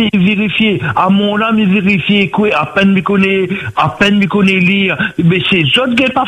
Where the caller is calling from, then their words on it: Saint-André, Réunion; Moi, on a plus 20 ans, mon Olivier. Mais j'habite à Saint-André.